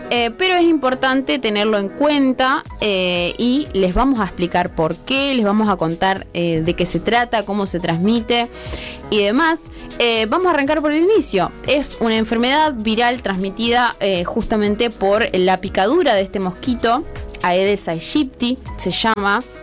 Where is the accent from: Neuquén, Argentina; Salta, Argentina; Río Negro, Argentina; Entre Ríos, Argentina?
Entre Ríos, Argentina; San Jaime de la Frontera; desde mi pueblo querido, San Jaime de la Frontera